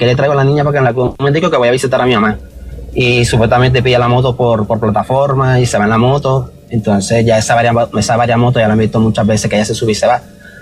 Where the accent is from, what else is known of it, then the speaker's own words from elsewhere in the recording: Caribbean Region, Colombia; porque yo soy costeño, ella es paisa, y no puede encajar en ese sistema de ellos.